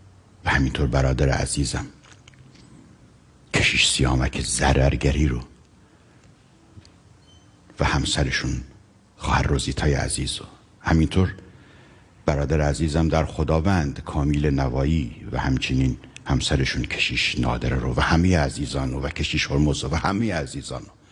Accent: Iran; خیلی خوشحال هستم به عنوان یک ایرانی

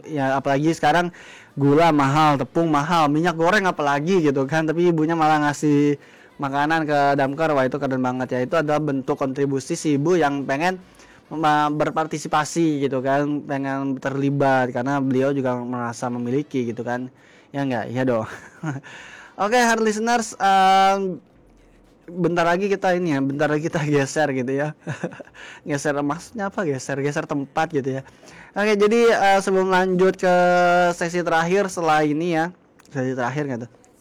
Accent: Kalimantan, Indonesia; kita warga Kalimantan tuh terbiasa

